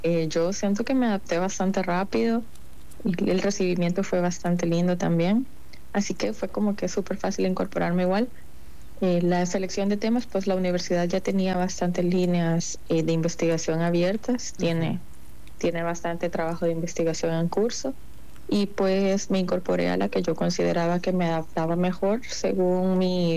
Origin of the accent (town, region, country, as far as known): El Salvador; moved away as an adult; now in Argentina